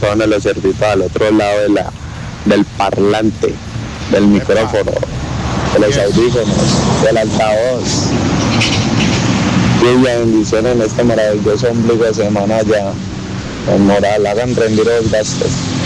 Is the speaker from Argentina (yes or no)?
no; Pereira, Risaralda, Colombia; born there; also born or lived in Cartago / Bogotá; yo me crié en Pereira y Cartago.